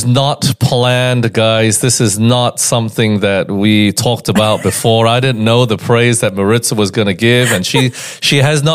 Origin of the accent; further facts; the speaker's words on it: Australia; moved away as an adult; also born or lived in Taiwan; You know, I grew up in Australia, but after that I left for 20 years and I've been traveling the world.